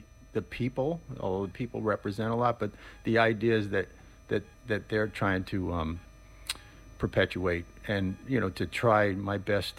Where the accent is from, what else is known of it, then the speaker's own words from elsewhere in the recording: New Haven, Connecticut, United States; moved away as an adult; also born or lived in Boston; most of the time I haven't lived in New York, only a little bit in the 80s. I lived in, like I said, I grew up in New Haven. I lived in Boston for a long time